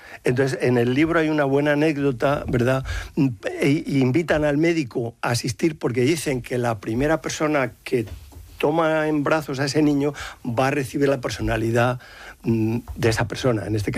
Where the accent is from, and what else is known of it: Madrid, Community of Madrid, Spain; now in Salamanca, Spain